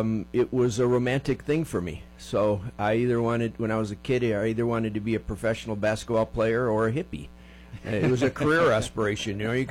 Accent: Eden, New York, United States; I lived on a farm in Eden, New York, north of south of Buffalo.

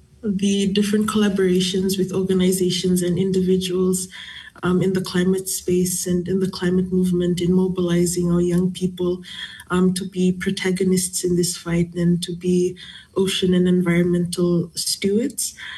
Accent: Fiji; I'm from the Matangali Naingoro, Yavusanayamunu, Viwambaltai level.

